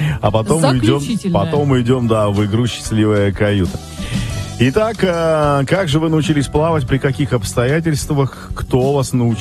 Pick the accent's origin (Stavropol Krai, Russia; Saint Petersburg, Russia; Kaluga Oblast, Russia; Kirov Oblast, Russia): Stavropol Krai, Russia; Я выросла в Ставропольском крае. И плавать мы научились в реке Кума.